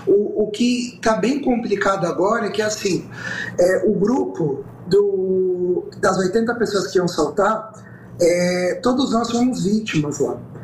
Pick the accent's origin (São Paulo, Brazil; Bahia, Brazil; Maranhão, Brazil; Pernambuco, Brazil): São Paulo, Brazil; Eu sou do litoral, aqui da Baixada.